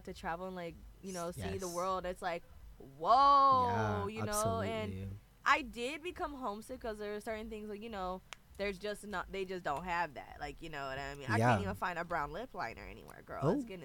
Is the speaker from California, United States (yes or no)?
yes; the Bay Area, California, United States; I'm from the Bay, and, like, I've just grown up here